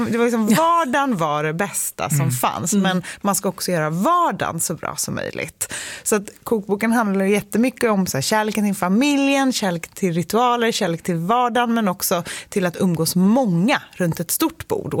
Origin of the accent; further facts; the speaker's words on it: Gladökvarn, Stockholm County, Sweden; på mammas landställe där vi växte upp i Gladekvarn.